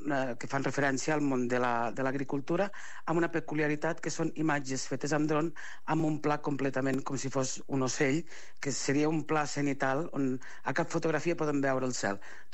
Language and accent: Catalan; Catalonia, Spain; jo volia conèixer la meva comarca, que era les Garrigues